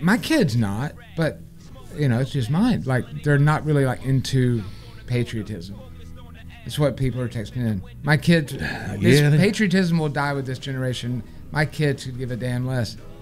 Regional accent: United States; born there; lucky to have been born here

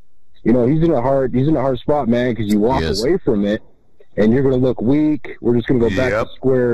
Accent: California, United States; moved away as an adult; I'm from California. I retired and I left and I went to the Midwest.

